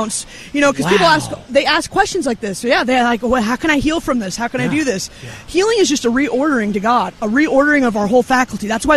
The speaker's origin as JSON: {"language": "English", "town": "Sacramento", "region": "California", "country": "United States", "said": "I come from Sacramento, California. Yeah, I know, all the way out there."}